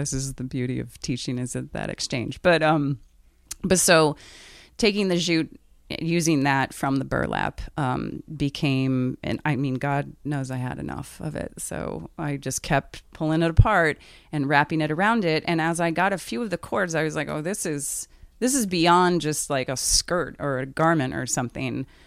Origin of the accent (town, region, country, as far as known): United States